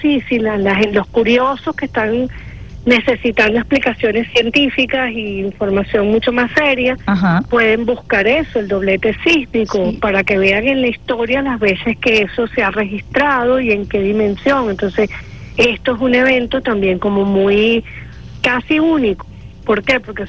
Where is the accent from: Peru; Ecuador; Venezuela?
Venezuela